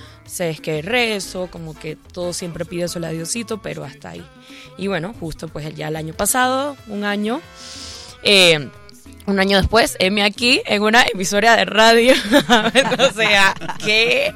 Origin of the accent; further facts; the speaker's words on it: Panama; yo soy de Panamá, nací y criada en Panamá, tengo 26 años, vengo de una familia, pues, siempre católica al 100%